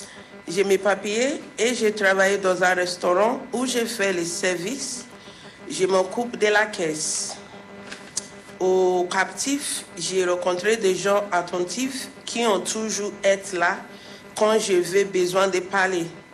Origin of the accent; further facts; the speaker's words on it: Nigeria; J'ai 31 ans, je viens du Nigeria.